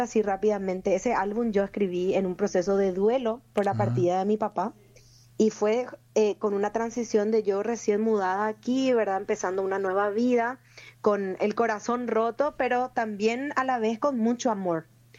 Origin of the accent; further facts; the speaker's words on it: Paraguay; moved away as an adult; soy la única paraguaya en toda la premiación